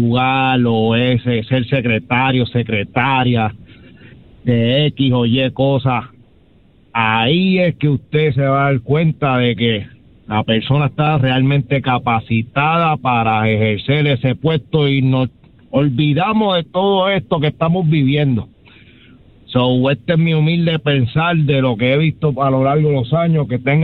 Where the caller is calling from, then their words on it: Cayey, Puerto Rico; de Calley.